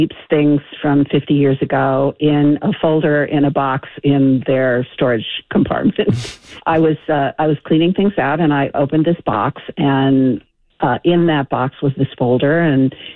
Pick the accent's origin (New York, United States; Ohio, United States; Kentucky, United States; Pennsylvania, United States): Ohio, United States; Ashtabula; does have the name of my hometown in it, which is Ashtabula.